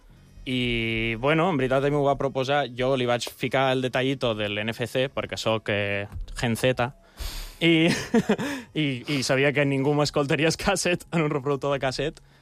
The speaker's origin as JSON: {"language": "Catalan", "town": "Elvas", "region": "Portalegre District", "country": "Portugal", "tie": "born or raised there", "said": "La meva mare és anglesa i he crescut a Portugal, a la frontera amb Badajoz."}